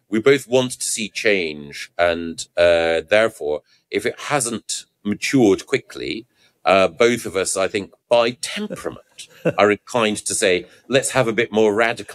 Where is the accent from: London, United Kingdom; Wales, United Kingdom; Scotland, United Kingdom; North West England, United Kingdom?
Scotland, United Kingdom; I'm a Scot myself.